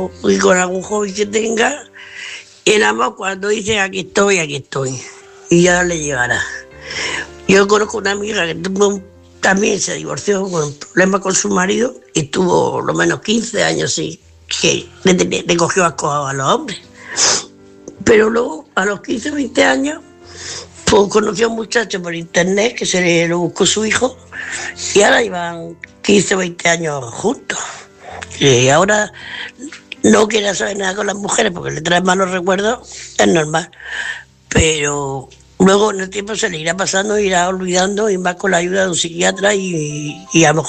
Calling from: Murcia, Region of Murcia, Spain; de Murcia.

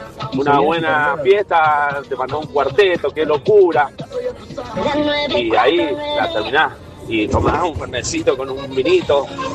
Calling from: Maipú, Mendoza, Argentina; de Maipú.

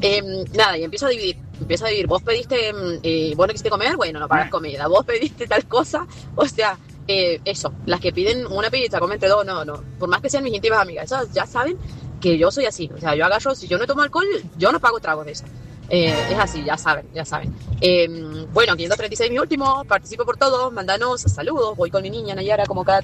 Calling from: Perdriel, Mendoza, Argentina

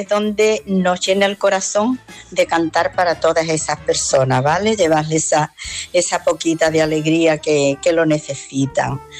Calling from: Algeciras, Andalusia, Spain; de Algeciras

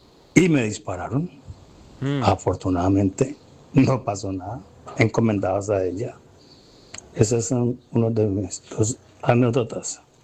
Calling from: Cali, Valle del Cauca, Colombia; Yo soy de Cali, ¿no? Por el lado de Cristo Rey

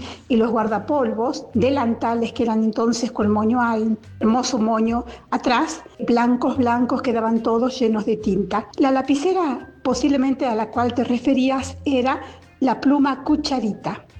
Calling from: Jujuy, Argentina; de Jujuy.

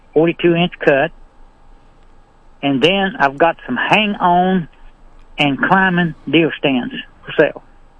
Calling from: Marshall, Missouri, United States; I'm calling from Marshall.

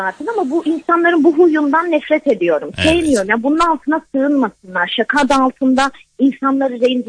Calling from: Gaziantep, Turkey; Ben Gaziantep'ten arıyorum.

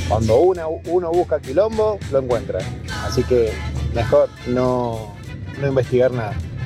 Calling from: Mendoza, Argentina; de Mendoza.

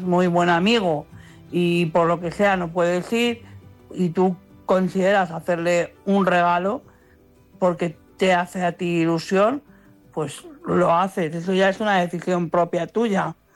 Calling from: Madrid, Community of Madrid, Spain; Buenas noches, corresponsales. … de Madrid.

